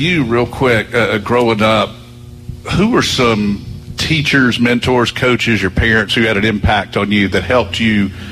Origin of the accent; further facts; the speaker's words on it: Statesboro, Georgia, United States; I'm a 9-1-2 guy from Statesboro.